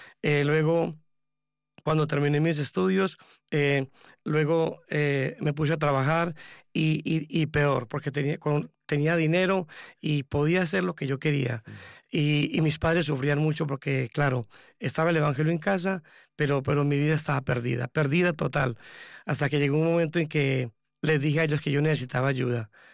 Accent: Medellín, Antioquia, Colombia; moved away as an adult; now in Basque Country, Spain; yo soy colombiano, de Medellín, y llevo aquí unos 18 años en el País Vasco.

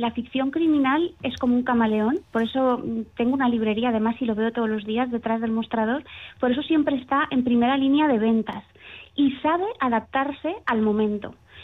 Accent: Valencian Community, Spain; yo también soy valenciana.

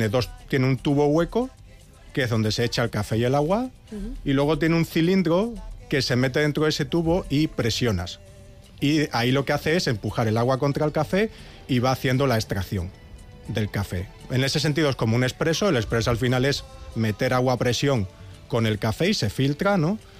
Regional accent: Extremadura, Spain; Ah, de Extremadura.

